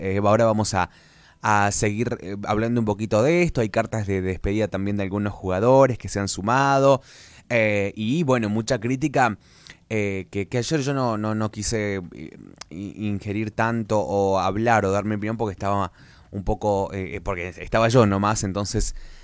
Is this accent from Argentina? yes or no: yes; Argentina; como argentino y como persona no fanática del fútbol, porque no lo soy, pero sí... como televidente y como, bueno, persona que vive en la Argentina